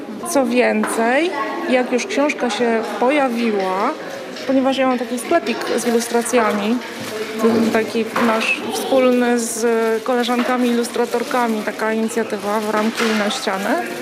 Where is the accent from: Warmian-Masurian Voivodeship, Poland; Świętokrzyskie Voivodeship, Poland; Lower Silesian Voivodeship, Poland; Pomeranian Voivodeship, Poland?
Świętokrzyskie Voivodeship, Poland; całe życie mieszkam w Świętokrzyskim